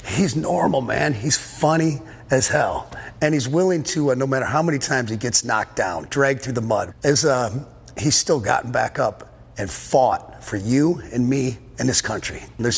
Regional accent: Dearborn, Michigan, United States; born there; Well, number one, I was born in Dearborn, Michigan.

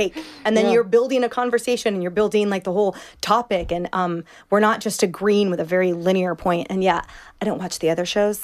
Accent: West Coast, United States; Oh, also, and maybe it's from because we're from the West Coast, and in no way am I belittling or generalizing people who aren't, but in my own household that I grew up in our schools and everything, there is a massive politically diverse spectrum.

